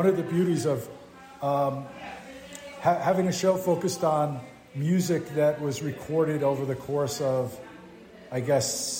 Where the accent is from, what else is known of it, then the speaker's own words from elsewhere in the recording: New York City, New York, United States; where I grew up in the Bronx was a very, very Irish area when I was growing up there.